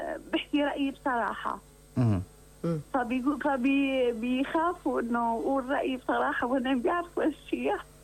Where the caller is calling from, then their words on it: Damascus, Damascus Governorate, Syria; انا من دمشق من الجسر الابيض